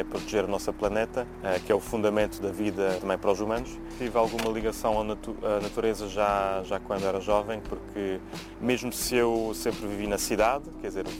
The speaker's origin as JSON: {"language": "Portuguese", "country": "Luxembourg", "tie": "born or raised there", "also_born_or_lived": "Lisbon, Portugal", "said": "Eu nasci aqui em Luxemburgo. Aprendi o português com os meus pais, porque a minha mãe também fala português."}